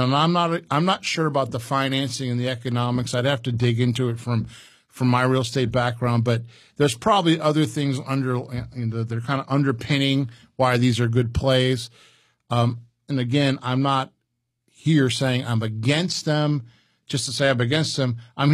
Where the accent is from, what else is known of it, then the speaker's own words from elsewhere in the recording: Illinois, United States; it wasn't dirty like coal or steel, where I grew up near Chicago, the steel makers.